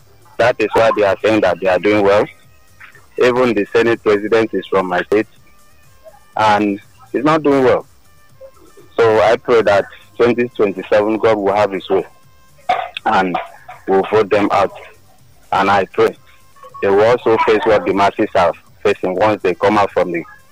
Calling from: Agbado, Ogun, Nigeria; And I'm calling from Agbado

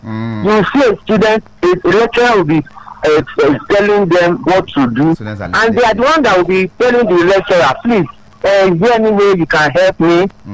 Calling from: Nigeria; I'm calling from Yamipaja.

